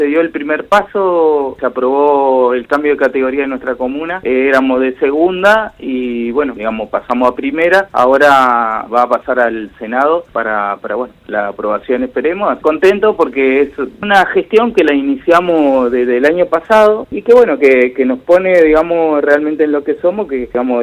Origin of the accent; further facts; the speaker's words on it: Ingeniero Sajaroff, Entre Ríos, Argentina; y nosotros estamos a 1 kilómetro ahí de la ruta 130. La historia de nuestro pueblo es particular porque es colonia judía, pero digamos pertenecemos al circuito de las colonias judías del centro de Entre Ríos